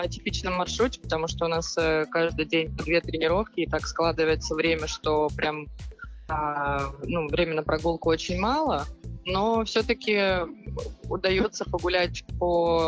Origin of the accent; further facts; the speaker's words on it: Volgodonsk, Rostov Oblast, Russia; moved away as an adult; now in Kirishi, Russia; переехала, мне было 18 лет, и, конечно, это был в первую очередь страх, даже независимо от того, ну, у нас мой родной город Волгодонск, он там, 176 тысяч человек живет, в городе Кириши вообще 56 тысяч.